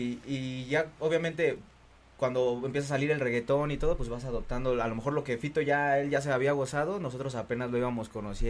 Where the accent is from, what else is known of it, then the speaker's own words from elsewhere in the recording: Mexico City, Mexico; Ah, güey, yo soy de ahí, como de una colonia pegada de ellos, que es Casas Alemán, Campestre Aragón, güey, por la San Felipe, todo eso, ajá. Y pues que al final creces justo escuchando